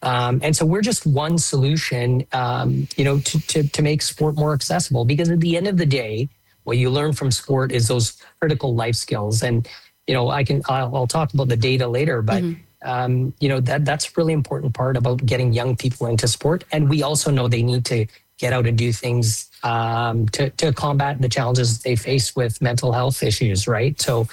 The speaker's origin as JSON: {"language": "English", "town": "Vancouver", "region": "British Columbia", "country": "Canada", "tie": "born or raised there", "said": "I'm from BC, I was born and raised in Vancouver."}